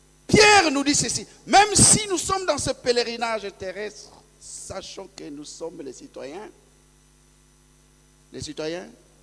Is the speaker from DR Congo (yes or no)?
yes; DR Congo; moi, je suis de la RDC, mais quand je cite mon village, on va chercher dans la carte, on n'en trouvera pas. Mais je suis fier d'être né là-bas, de grandir dans cette poussière.